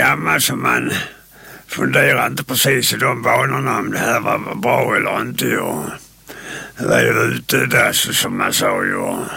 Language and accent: Swedish; Malmö, Skåne, Sweden; born there; also born or lived in Landskrona / Minnesberg; Jag är född i Landskrona kommun. Och sen har jag bott i Minnesberg, men Malmö sedan 1957.